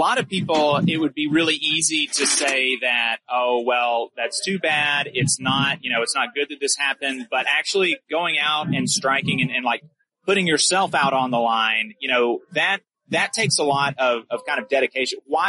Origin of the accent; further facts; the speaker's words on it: the South, United States; I mean, I'm from the South. We're broadcasting all over the place right now, but, I'm in the South.